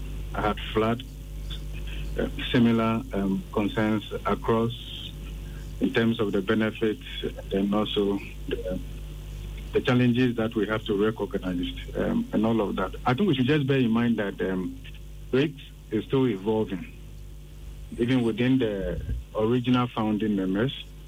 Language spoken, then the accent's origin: English; Ghana